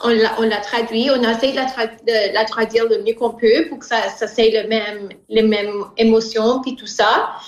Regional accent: Acadia, Canada; je suis acadienne au fond

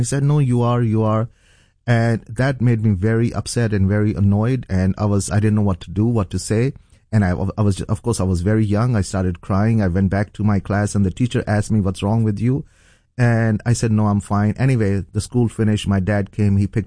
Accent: Saudi Arabia; also born or lived in Pakistan; So I was born in Pakistan, And then at the age of 3, I ended up going to Saudi Arabia because my parents, they were working, both my mom and dad, they were working in Saudi Arabia.

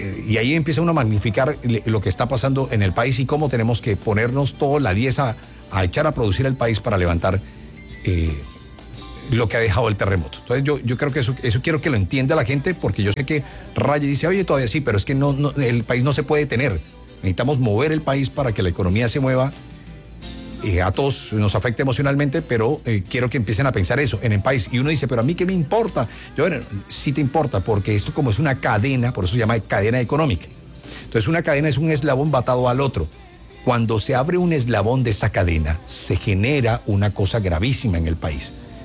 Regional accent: Atlántico, Colombia; Yo no sé si la gente sabe, pero yo soy de Barrio Abajo.

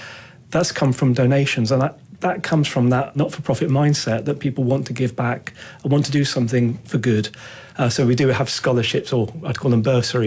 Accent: England, United Kingdom; now in Malaysia; as an Englishman, you might know about BBC and you might know about the ITV channel that I grew up with. They were the two channels we had when I was, when that shows my age as a 52-year-old.

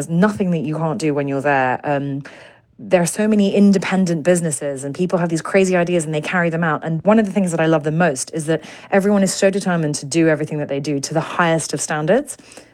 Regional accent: Japan; I grew up in Japan, so I suppose I was just always aware of being an outsider.

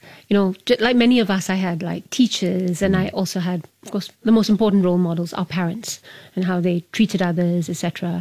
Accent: Singapore; And, being properly Singaporean.

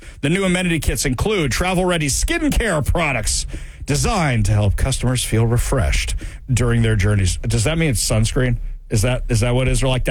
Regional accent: New York, United States; I assume they're all right next to each other because I'm from New York, right?

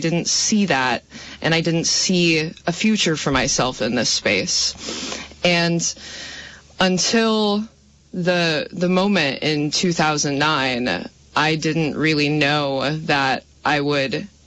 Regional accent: Island Pond, Vermont, United States; I grew up in the very small town of Island Pond up in the Northeast Kingdom.

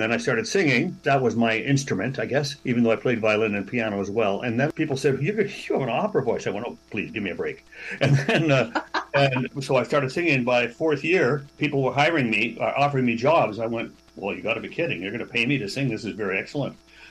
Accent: Niagara-on-the-Lake, Ontario, Canada; also born or lived in Waterloo; when I grew up in Niagara on the Lake. My Mennonite background. My dad was a Mennonite minister

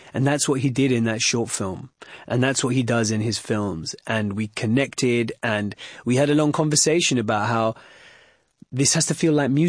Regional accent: Wembley, London, United Kingdom; born or raised there

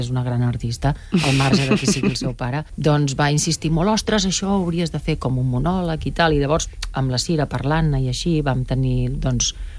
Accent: Barcelona, Catalonia, Spain; also born or lived in Molins de Rei; now in La Garriga, Spain; Jo soc de Barcelona i després he viscut molts anys a Molins de Rei, que la família de la meva mare són d'allà. Per tant, soc una mica de poble i una mica de la ciutat, i ara visc a la Garriga per circumstàncies personals.

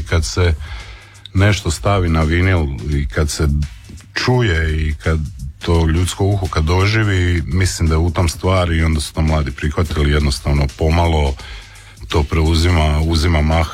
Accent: Osijek, Osijek-Baranja County, Croatia; Zapravo ja sam iz Osijeka.

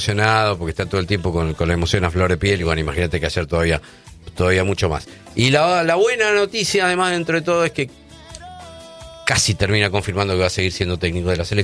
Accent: Argentina; Soy argentino.

